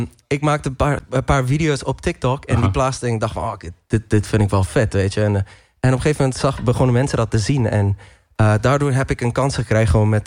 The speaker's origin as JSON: {"language": "Dutch", "country": "South Africa", "tie": "born or raised there", "said": "Ik ben opgegroeid in Zuid-Afrika."}